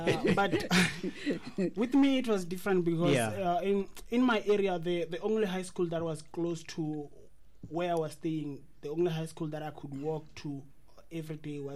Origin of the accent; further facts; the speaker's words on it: Venda, Limpopo, South Africa; So I was born in the province of Limpopo.